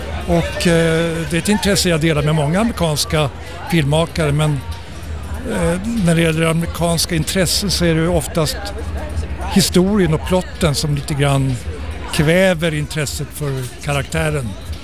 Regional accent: Sweden; Nej, jag är svensk regissör som har jobbat utomlands, men det har varit också under svensk flagg väldigt mycket

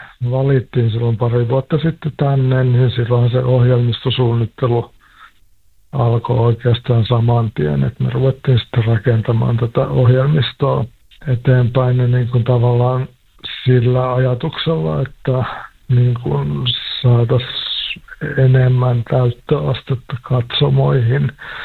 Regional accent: Kotka, Kymenlaakso, Finland; ja tietysti kun mulla on koti koko ajan säilynyt siellä Kotkassa, että Kotka on tälläkin hetkellä mun kotikaupunki. Kotkassa on myös perhe ja mulla on myös harrastuksia siellä

